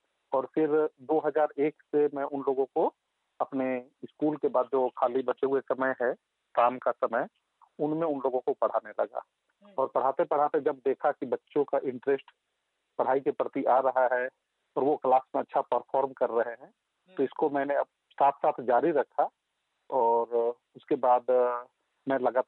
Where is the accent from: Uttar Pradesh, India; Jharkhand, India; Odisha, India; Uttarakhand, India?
Jharkhand, India; Pandrasali; also born or lived in Bihar; और मैं पंद्रह साली गाँव जो की मंझारी प्रखंड में है, मैं यहाँ का निवासी हूँ।